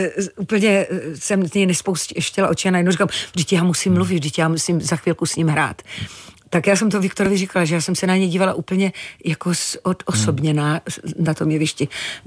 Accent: Moravian Wallachia, Czechia; jsem hrdej Valach

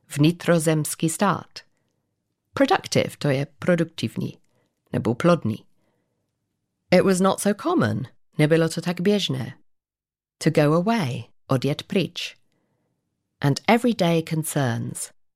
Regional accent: England, United Kingdom; now in Czechia; In fact, growing up in England, We went to the seaside quite a lot, although the sea was pretty cold compared to some parts of the Mediterranean.

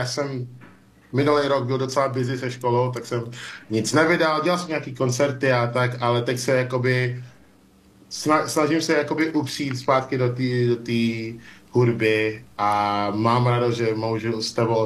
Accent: Nigeria; Czech is a second language; now in Czech Republic; jsem vždycky cítil, že nejenom, že jsem z Nigérie a člověk z Nigérie žije v České republice

